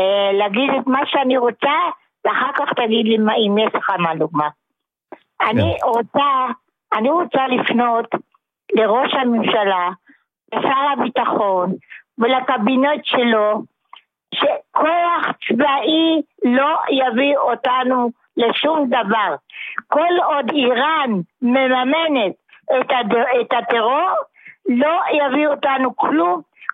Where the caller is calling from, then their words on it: Holon, Tel Aviv District, Israel; אני מחולון.